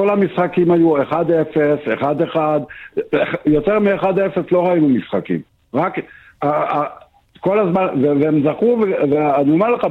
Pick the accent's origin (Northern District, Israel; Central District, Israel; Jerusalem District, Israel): Jerusalem District, Israel; Jerusalem; born there; אני יליד ירושלים